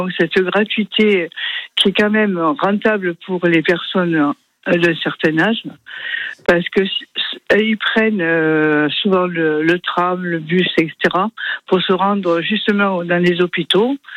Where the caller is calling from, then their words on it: Marseille, Provence-Alpes-Côte d'Azur, France; je suis à Marseille dans le 5e arrondissement.